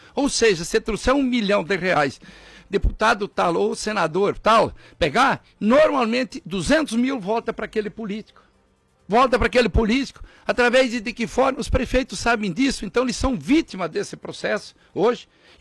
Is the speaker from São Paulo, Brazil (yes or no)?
no; Rio Grande do Sul, Brazil; born there; now in Mato Grosso, Brazil; nasci numa pequena propriedade no Rio Grande do Sul